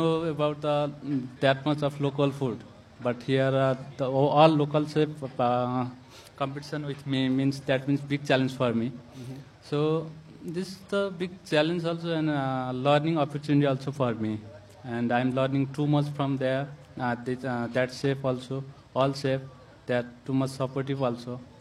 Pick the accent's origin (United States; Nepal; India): Nepal; English is a second language; moved away as an adult; now in Seychelles; Basically, I'm from Nepal.